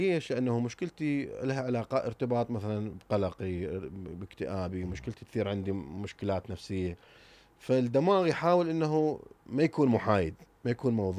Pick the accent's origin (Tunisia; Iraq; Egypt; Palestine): Iraq